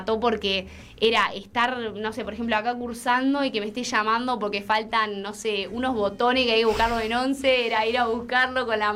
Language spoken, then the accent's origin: Spanish; Trelew, Chubut, Argentina